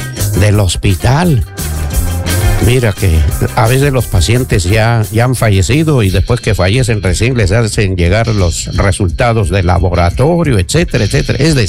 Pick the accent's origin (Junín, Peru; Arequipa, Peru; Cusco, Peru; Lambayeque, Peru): Junín, Peru; born there; now in Lima, Peru; Pronto estaremos por Junín, en la histórica provincia de Junín, mi pueblo, mi ciudad, mis raíces.